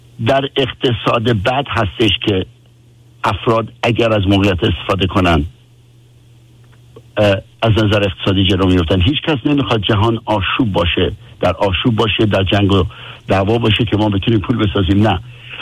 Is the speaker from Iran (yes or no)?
yes; Iran; به عنوان یک ایرانی